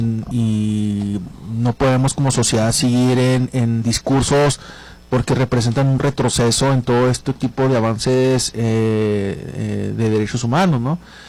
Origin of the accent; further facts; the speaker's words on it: Mexico; Y como mexicanos pues vemos una sociedad clasista